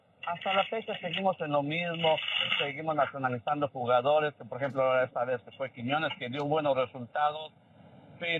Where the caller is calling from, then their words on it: Mexico; como mexicanos tenemos que tener los pies bien situados en la tierra